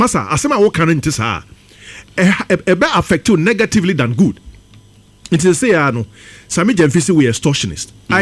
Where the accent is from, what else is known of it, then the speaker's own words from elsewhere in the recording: Ghana; my mama as a Ghanaian you know I am worried about so many things.